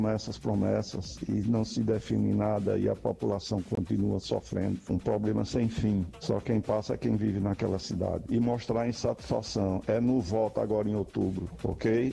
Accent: Águas Belas, Pernambuco, Brazil; sou natural da cidade de Águas Belas.

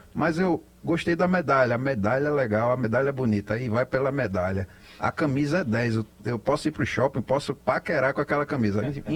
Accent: Northeast Region, Brazil; Então a gente, como é nordestino e daqui do... Tem que puxar para o nosso forró, né?

